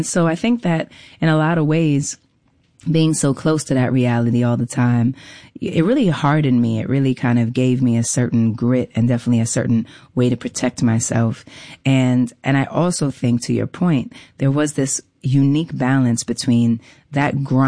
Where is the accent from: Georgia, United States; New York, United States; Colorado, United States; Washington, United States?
New York, United States; But definitely based on the experiences that I had growing up in New York.